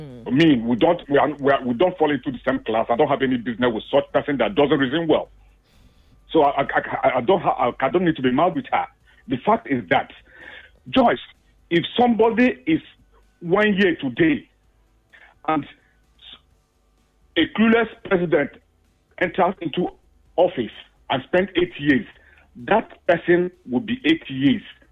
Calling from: Ikeja, Lagos, Nigeria; I'm calling you from Ikeja.

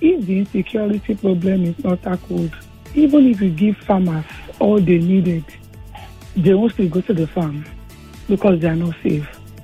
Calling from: Abule Egba, Lagos, Nigeria; from Abuleba.

